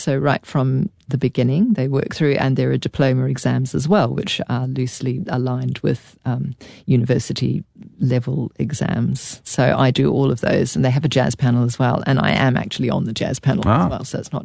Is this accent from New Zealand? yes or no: yes; Pukekohe, Auckland, New Zealand; when I was growing up in Pukekohe, I, as an 8-year-old